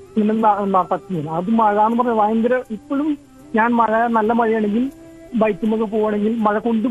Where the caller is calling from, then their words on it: Puthenchira, Kerala, India; Puthenchira.